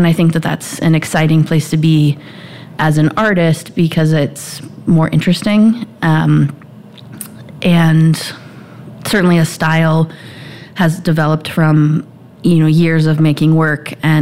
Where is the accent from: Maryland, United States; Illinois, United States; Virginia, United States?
Illinois, United States; also born or lived in Hawaii; now in Indianapolis, United States; I grew up near Chicago